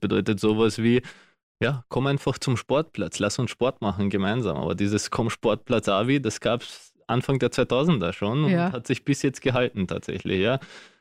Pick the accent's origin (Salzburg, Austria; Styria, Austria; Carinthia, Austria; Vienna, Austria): Vienna, Austria; so bin ich aufgewachsen tatsächlich in Favoriten, einem Bezirk mit über 200.000 Einwohnern, tatsächlich sehr stark von Migration geprägt.